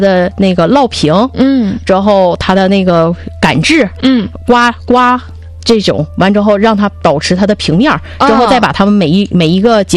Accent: Jilin, China

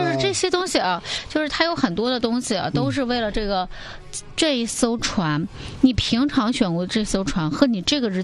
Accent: China

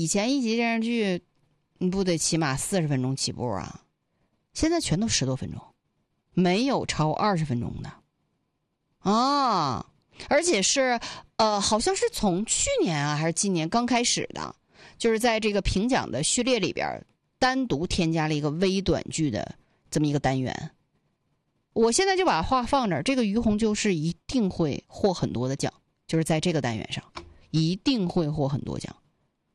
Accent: Northeast China, China; 我是东北人，

